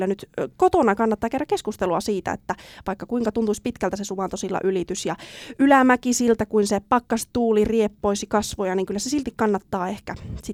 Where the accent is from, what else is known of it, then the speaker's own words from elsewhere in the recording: Liperi, North Karelia, Finland; niin kuin onneksi itse en lapsena ole asunut Joensuussa, koska tämmöinen vaaratilanne oli saattanut käydä, että Liperissä kun olen kasvanut